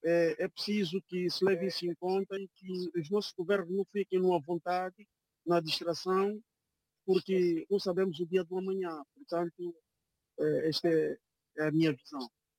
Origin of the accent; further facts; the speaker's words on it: Angola; os países africanos, que é Angola, eu sou angolano, neste caso, Cabo Verde, São Tomé, Moçambique, entre outros